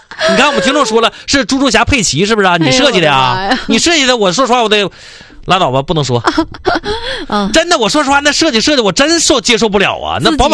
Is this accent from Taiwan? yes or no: no; Mudanjiang, Heilongjiang, China; 我黑龙江人，